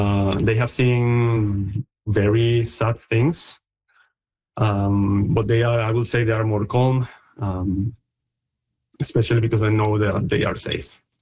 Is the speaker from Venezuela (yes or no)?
yes; Venezuela; for having me on your show and for giving me the opportunity to talk about this tragic event affecting my home country, Venezuela.